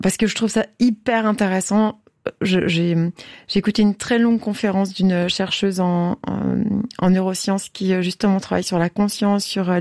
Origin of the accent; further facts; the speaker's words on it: Vesoul, Bourgogne-Franche-Comté, France; now in Switzerland; moi, je viens de Vesoul.